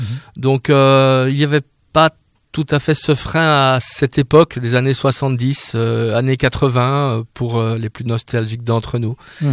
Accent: Belgium; Non seulement je suis belge

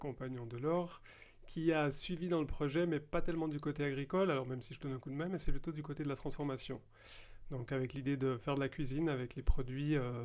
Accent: Switzerland; moved away as an adult; now in Aveyron, France; Moi, je suis de Suisse

